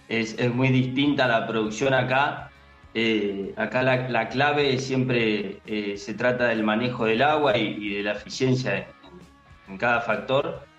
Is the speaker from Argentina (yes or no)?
yes; Añelo, Neuquén, Argentina; Nosotros somos una familia de Añelo, una familia productora, chacarera. Mi abuelo, imagínate que compró el campo en el año 71, se lo compró a la provincia de Neuquén. Y bueno, a partir de allí que estamos instalados